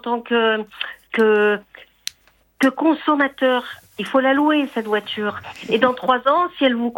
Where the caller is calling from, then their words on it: Nouvelle-Aquitaine, France; Je vis à Hydron, un petit village à côté de Pau.